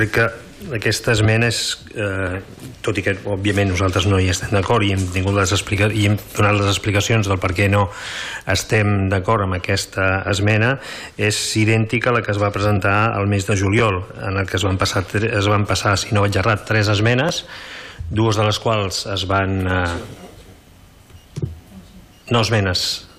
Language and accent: Catalan; Lloret de Mar, Catalonia, Spain; tot i que som tots molt de Lloret